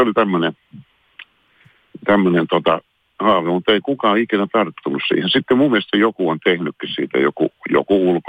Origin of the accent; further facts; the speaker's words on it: Tampere, Pirkanmaa, Finland; moved away as an adult; also born or lived in Lappeenranta / Kangasala; now in Helsinki, Finland; Mä oon käynyt kansakoulun ja oppikoulun Tampereella. Eli mä 6-vuotiaana muutin Tampereelle Lappeenrannasta tai sieltä päin. Ja sitten menin teatterikouluun 19-vuotiaana.